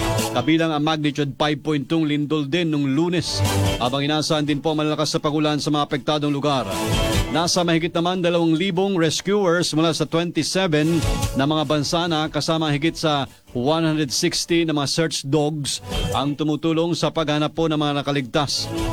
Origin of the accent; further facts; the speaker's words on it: Mimaropa, Philippines; dyan sa amin sa Occidental Mindoro, Oriental Mindoro, Marinduque, and Romblon dahil sa LPA.